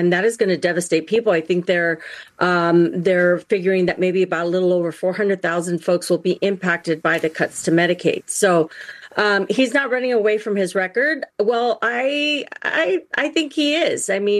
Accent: Eloy, Arizona, United States; In a small mom and pop grocery store in my hometown of Eloy, we walked down the baby aisle

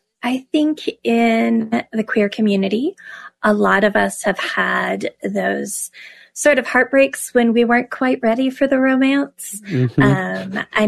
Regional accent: Appalachia, United States; I go to Scotland regularly, and I grew up in Appalachia. And so I wanted trees and nature.

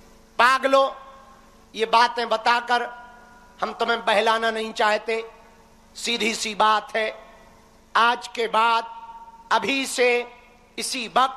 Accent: Madhya Pradesh, India; जिस गांव में हमारा जन्म हुआ, जिस गांव में यहां पर बाबागिरी हम कर रहे, इसी गांव में हमने भीख मांगी, इसी गांव में घर घर हमने आटा मांगा

